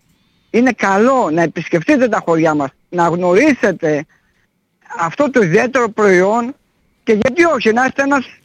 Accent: Skotina, Central Macedonia, Greece

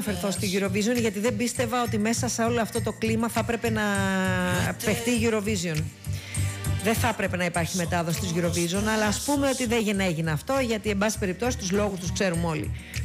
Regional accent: Greece; εμένα με πρόσβαλε ως Ελληνίδα

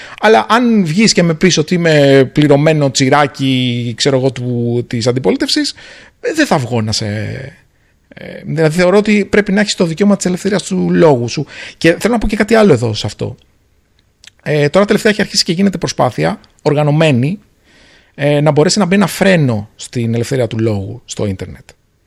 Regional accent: Greece; now in Singapore

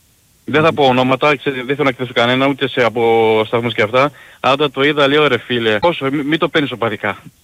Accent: Athens, Attica, Greece; now in Cyprus; εγώ έχω μεγαλώσει στην Αθήνα, παιδί μου.

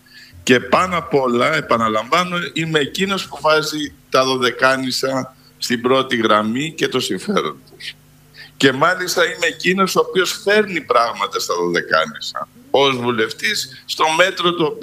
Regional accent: Greece; εμείς ως Έλληνες

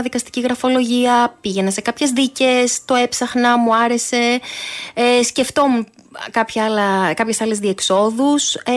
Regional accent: Lamia, Central Greece, Greece; also born or lived in Pyrgos, Elis; Πρακτικά γεννήθηκα στη Λαμία

